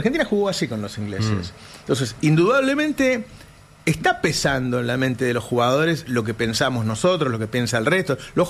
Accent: Madrid, Community of Madrid, Spain; Yo soy de Madrid.

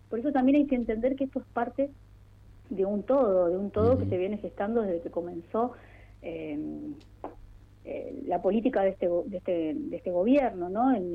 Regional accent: Mendoza, Argentina; moved away; yo hace 12 años que vivo acá, pero soy mendocina. En sí. Mendoza, el sur de Mendoza, el departamento se llama Malargüe.

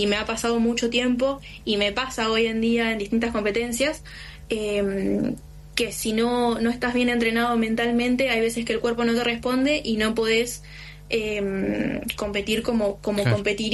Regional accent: Cipolletti, Río Negro, Argentina; Sí, primero que nada, yo soy de Cipolletti. Vivo en Cipolletti toda mi vida, viví en Cipolletti con mi familia.

